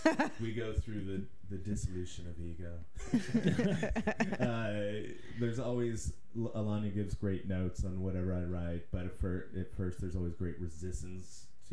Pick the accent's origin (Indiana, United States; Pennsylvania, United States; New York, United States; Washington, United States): Washington, United States; Olympia; I grew up in the Northwest, so I grew up in Olympia, and I'd lived down here before.